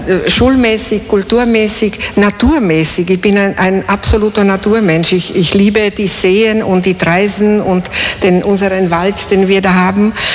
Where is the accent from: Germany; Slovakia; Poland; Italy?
Slovakia; Bratislava, Bratislava Region; also born or lived in Vienna; now in St. Pölten, Austria; Ich bin in einer Wohnung in Bratislava aufgewachsen und ich weiß, wie es ist, die Nachbarn zu hören und so. Und so sind wir nach Wien gekommen